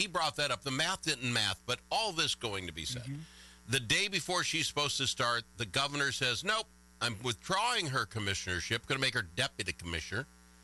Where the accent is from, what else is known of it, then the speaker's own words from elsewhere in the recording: Minnesota, United States; Do I have to put up with this as a Minnesotan